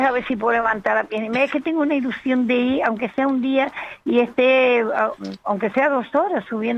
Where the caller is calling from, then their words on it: Arucas, Canary Islands, Spain; Yo vivo en Aruca